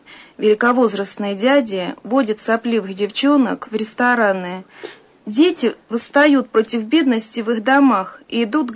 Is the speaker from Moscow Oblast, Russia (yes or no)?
yes; Moscow Oblast, Russia; Я родом из Подмосковья. Родители мои русские люди. Росла я в семье неверующих.